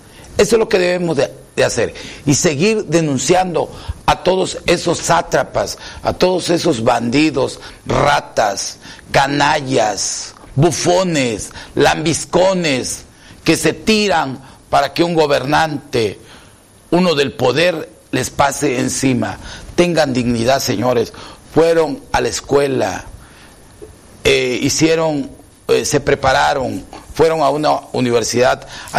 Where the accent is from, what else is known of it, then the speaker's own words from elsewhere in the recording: Mexico; como buenos mexicanos, honestos, trabajadores, luchones